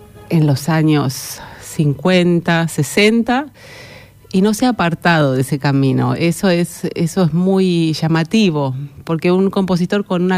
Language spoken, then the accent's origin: Spanish; La Plata, Buenos Aires Province, Argentina; moved away; 20 años, 21 años, luego de terminar el conservatorio, en La Plata, yo soy de La Plata